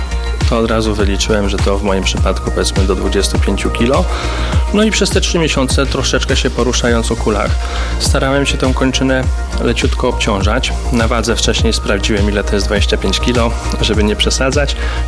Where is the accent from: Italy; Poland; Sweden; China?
Poland; Jelenia Góra, Lower Silesian Voivodeship; W Kamiennej Górze zadano mi pytanie, czemu nie Jelenia Góra, skoro jestem z Jeleniej Góry.